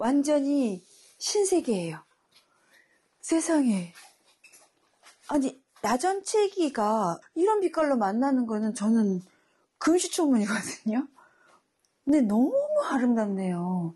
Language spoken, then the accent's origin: Korean; Mokpo, South Jeolla, South Korea; 제가 고향이 목포이다 보니까 이렇게 기차역에 머무는 시간이 참 많았습니다.